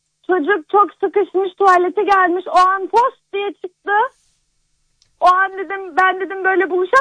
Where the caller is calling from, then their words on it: Balıkesir, Turkey; Balıkesir'den arıyorum.